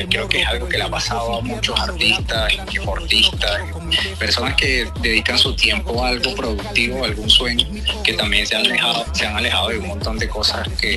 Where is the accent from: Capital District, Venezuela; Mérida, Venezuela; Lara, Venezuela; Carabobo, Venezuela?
Capital District, Venezuela; Caracas; yo nací en Caracas, que en su momento llegó a ser una de las ciudades más peligrosas del mundo, de Latinoamérica.